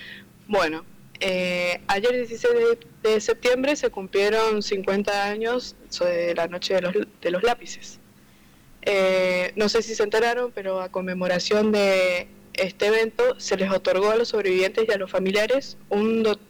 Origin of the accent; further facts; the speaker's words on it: San Rafael, Mendoza, Argentina; tengo 21 años. Bueno, soy de San Rafael Mendoza